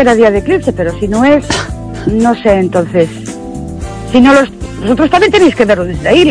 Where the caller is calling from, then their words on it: Ourense, Galicia, Spain; Buenas noches. … de Ourense.